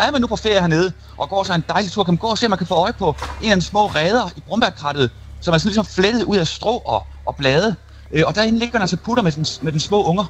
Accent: Hostrup, Region of Southern Denmark, Denmark; nu er I jo så heldige, så I på min hjemstavn. Jeg kommer fra en lille by, der hedder Hostrup, lige uden for Faaborg.

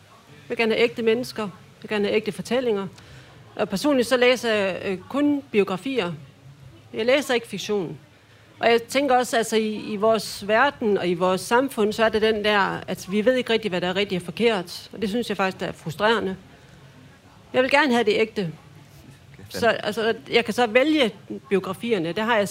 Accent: North Denmark Region, Denmark; og jeg kommer fra Thy.

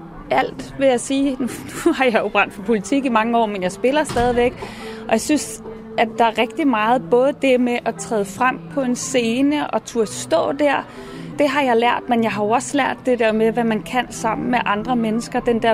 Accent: Roskilde, Zealand, Denmark; kulturlivet i Roskilde, hvor jeg kommer fra

